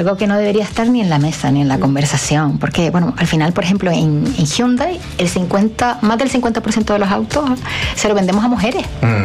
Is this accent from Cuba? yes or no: no; Canary Islands, Spain; now in Chile; Que yo vengo de Canarias, en España